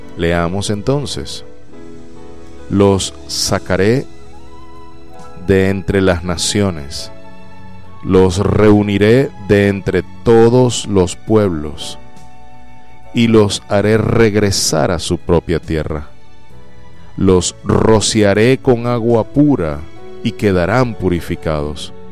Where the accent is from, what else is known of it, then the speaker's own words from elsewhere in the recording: Venezuela; Yo sí creo que el Señor está haciendo eso en mi tierra maravillosa, en mi país.